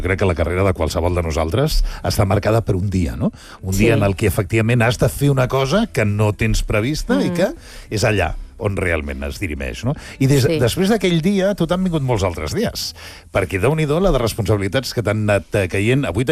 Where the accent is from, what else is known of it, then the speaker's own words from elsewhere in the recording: Barcelona, Catalonia, Spain; tenim molts barcelonins